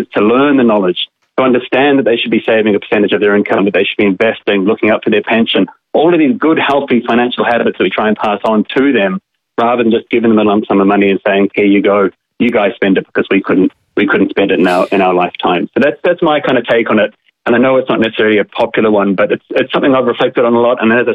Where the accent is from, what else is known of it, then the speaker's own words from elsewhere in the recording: New Zealand; I have three kids for context, and I'm from New Zealand originally. We didn't even have an inheritance tax in New Zealand.